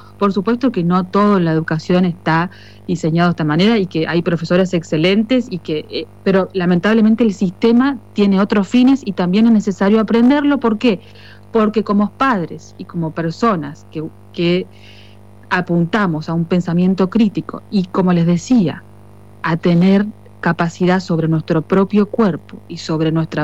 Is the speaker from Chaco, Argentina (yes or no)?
no; Corrientes, Argentina; No, soy argentina, soy de Corrientes. Lo que pasa es que trabajé durante mucho tiempo en Uruguay